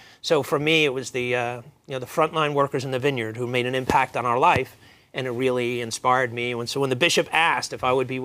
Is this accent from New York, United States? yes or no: yes; Brooklyn, New York, United States; I was very familiar with growing up in Brooklyn.